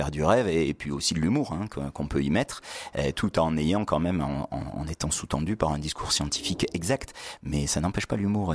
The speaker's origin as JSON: {"language": "French", "town": "Avignon", "region": "Provence-Alpes-Côte d'Azur", "country": "France", "tie": "born there", "said": "Moi, je suis né à Avignon."}